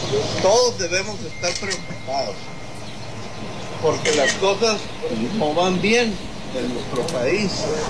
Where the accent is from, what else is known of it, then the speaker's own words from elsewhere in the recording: Mexico; todos como mexicanos somos todos que encontrar el camino